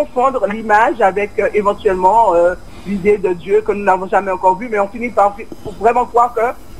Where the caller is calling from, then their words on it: French Guiana; je vous appelle de la Guyane.